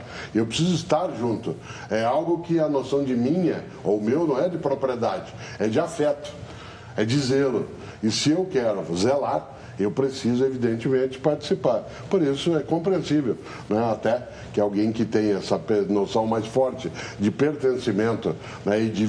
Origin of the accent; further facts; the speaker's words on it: São Paulo, Brazil; born there; Quando eu estava na escola pública em São Paulo